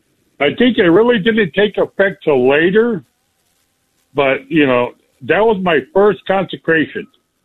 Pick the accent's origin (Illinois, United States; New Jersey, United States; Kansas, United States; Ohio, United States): Ohio, United States; I was born and raised in Ohio.